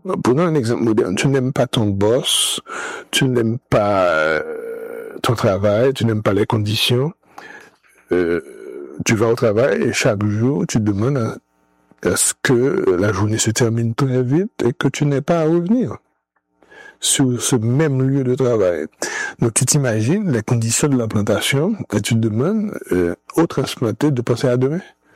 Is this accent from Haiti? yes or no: yes; Haiti; c'est-à-dire créer chez nous en Haïti